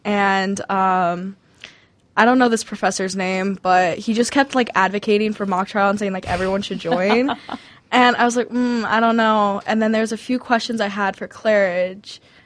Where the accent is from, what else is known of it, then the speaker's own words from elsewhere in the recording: Spokane, Washington, United States; I'm from Spokane